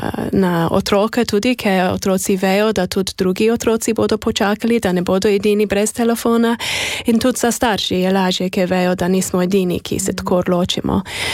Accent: United Kingdom; Slovenian is a second language; jaz sem iz Velike Britanije

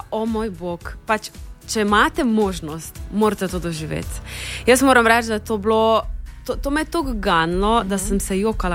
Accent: Styria, Slovenia; Me se zdi, da smo Štajerci taki veseli.

